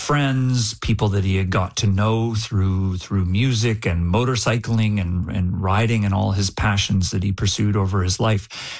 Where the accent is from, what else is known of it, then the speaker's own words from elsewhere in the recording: Canada; as a Canadian